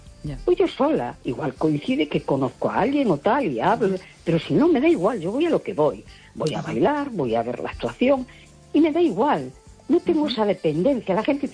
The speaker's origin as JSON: {"language": "Spanish", "town": "A Coruña", "region": "Galicia", "country": "Spain", "said": "Hola, buenas noches. … de La Coruña."}